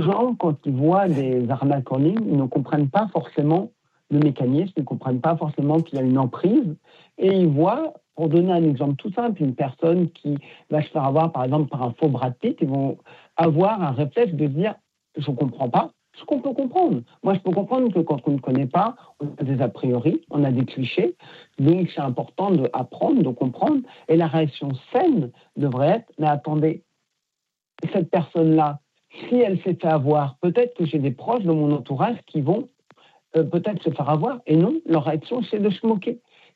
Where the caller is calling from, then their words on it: Paris, Île-de-France, France; De Paris.